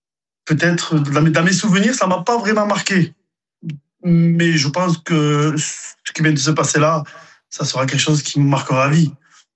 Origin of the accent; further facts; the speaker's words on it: Ille-sur-Têt, Occitanie, France; ça fait 41 ans que je suis à Isle, donc parce que je suis né là et j'ai grandi là